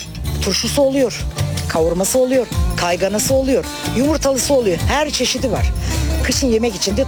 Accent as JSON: {"language": "Turkish", "town": "Perşembe", "region": "Ordu", "country": "Turkey"}